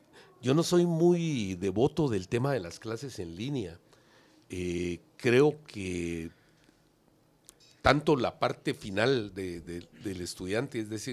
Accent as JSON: {"language": "Spanish", "country": "Guatemala", "said": "como guatemaltecos debemos de entender"}